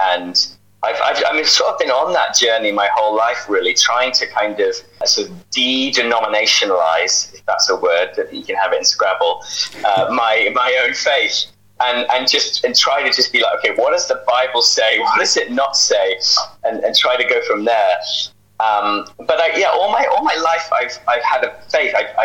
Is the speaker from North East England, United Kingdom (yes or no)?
no; Twickenham, London, United Kingdom; moved away as an adult; also born or lived in Aberystwyth; now in Canada; I born and raised in Twickenham. No, I'm not a rugby player or fan, but I was born and raised there, then moved to Aberystwyth, where you and I met to study.